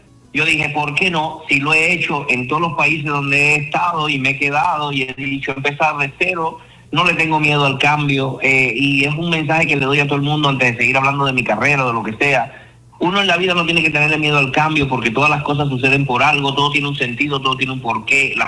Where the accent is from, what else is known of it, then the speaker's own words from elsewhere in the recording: Cuba; moved away as an adult; now in Spain; nosotros los cubanos.